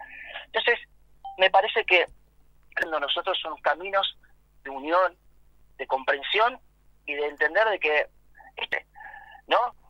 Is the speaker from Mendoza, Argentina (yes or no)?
no; Verónica, Buenos Aires Province, Argentina; a lo largo de mis 34 años, cumplir todos los sueños que puede tener un pibe de pueblo, como yo soy de Verónica, papá laburantes